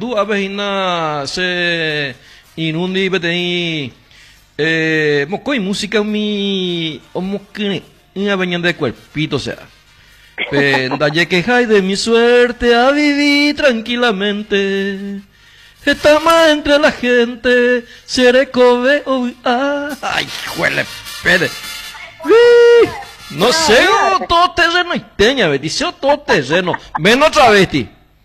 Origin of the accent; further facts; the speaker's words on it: Paraguay; como ciudadano, como paraguayo, como padre de familia